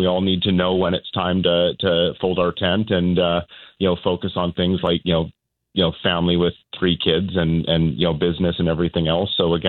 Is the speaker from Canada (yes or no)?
yes; Central Saanich, British Columbia, Canada; coming in and being, born and raised in Central Saanich, we definitely used and well used the Peninsula Recreation Facility